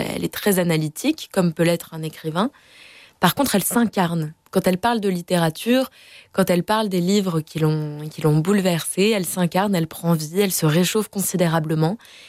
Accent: Marseille, Provence-Alpes-Côte d'Azur, France; Je suis marseillaise.

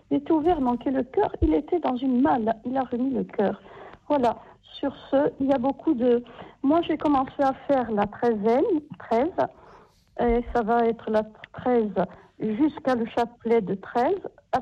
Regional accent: Corsica, France; comme on disait chez nous en Corse, à church.

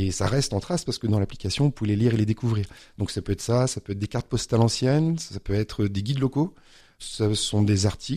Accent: Sarzeau, Brittany, France; Et puis, j'étais surpris qu'il n'y avait pas ce loisir-là en Bretagne. Je suis du Morbihan, je suis de Sarzeau, voilà.

